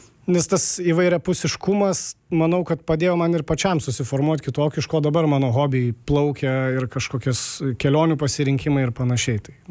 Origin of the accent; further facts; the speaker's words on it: Vilnius, Vilnius County, Lithuania; realiai augau, pradžiai atsimenu, Žirmūnai buvo. Po to buvo jau senamestis, tai augau Vilniuje, bet vasaras dažnai leisdavau Kurkliuose, Anykščių rajone kaime.